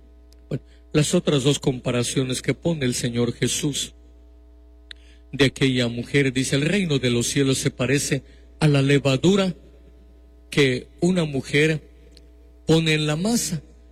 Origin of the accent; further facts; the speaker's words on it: Mexico; nuestro país mexicano